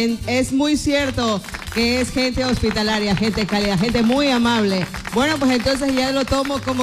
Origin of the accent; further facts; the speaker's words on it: Ecuador; los ecuatorianos